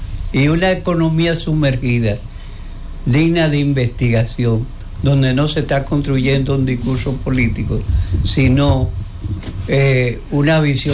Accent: Santiago de los Caballeros, Santiago, Dominican Republic; Yo soy de Santiago.

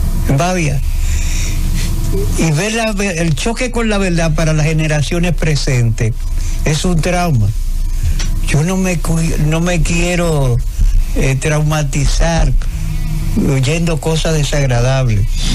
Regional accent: Dominican Republic

